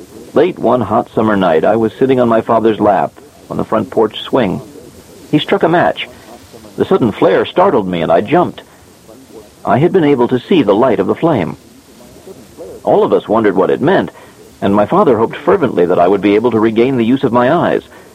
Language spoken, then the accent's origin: English; Iowa, United States; In 1960, Dr. Kenneth Jernigan established a library for the blind in Iowa, my home state.